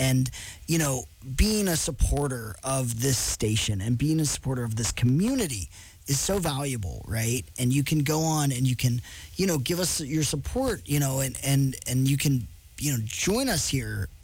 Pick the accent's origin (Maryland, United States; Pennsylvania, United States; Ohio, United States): Pennsylvania, United States; Latrobe; I grew up in Latrobe, Pennsylvania, which, for those of you that know, that is Mr. Rogers' hometown.